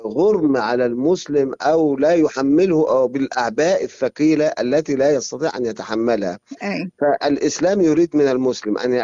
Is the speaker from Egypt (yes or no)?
yes; Egypt; في بلادنا مصر